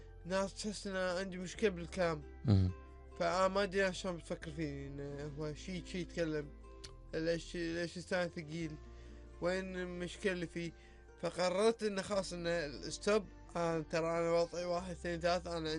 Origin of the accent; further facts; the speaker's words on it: Kuwait; عندنا في الكويت